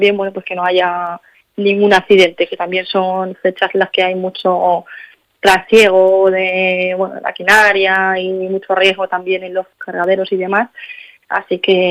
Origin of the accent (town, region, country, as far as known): Castilla-La Mancha, Spain